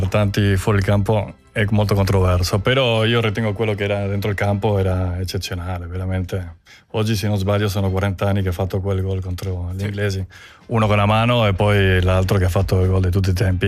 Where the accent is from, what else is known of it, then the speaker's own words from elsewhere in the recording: Argentina; Italian is a second language; moved away; also born or lived in Uruguay; Sono nato in Uruguay, però ho cresciuto ai 3 anni ci siamo spostati in Argentina